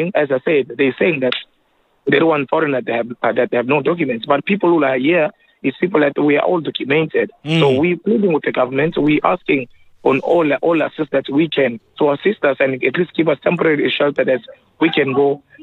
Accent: DR Congo; I'm from Congo. So some of us are in our country, there's still war that is going on.

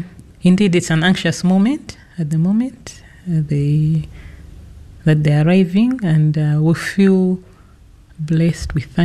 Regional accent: Karonga, Northern Region, Malawi; But I always tell them, no, I'm from Karunga. It's the Ngonde name.

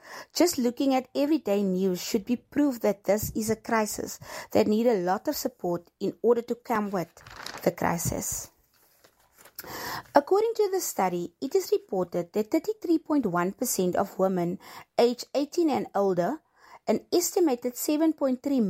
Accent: South Africa; I'm originally from Piska

